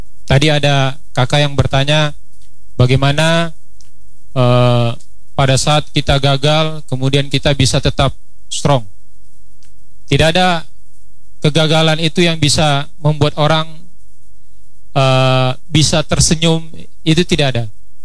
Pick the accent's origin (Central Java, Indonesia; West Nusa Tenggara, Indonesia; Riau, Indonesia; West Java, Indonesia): Riau, Indonesia; Saya dari Riau, kemudian saya ikut tes pusat di Bandung.